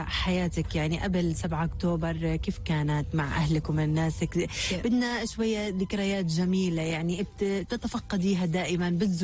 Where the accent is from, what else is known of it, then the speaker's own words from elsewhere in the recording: Gaza Strip, Palestine; لنا احنا كفلسطينيين لقطاع غزة